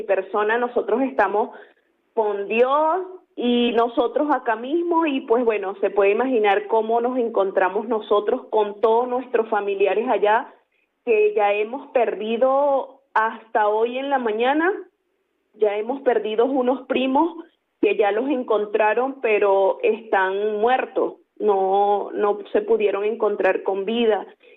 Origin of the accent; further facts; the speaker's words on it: Venezuela; now in Spain; nosotros como venezolanos